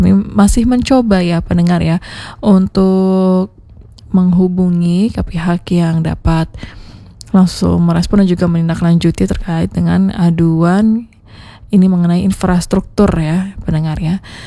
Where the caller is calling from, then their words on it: Kidemang, West Java, Indonesia; saya dari Kidemang melaporkan tolong di lintasan rel kereta api Kabaharan rusak parah.